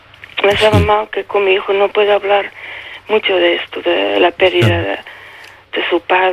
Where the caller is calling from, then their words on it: Barcelona, Catalonia, Spain; Y yo, claro, vivo en Barcelona.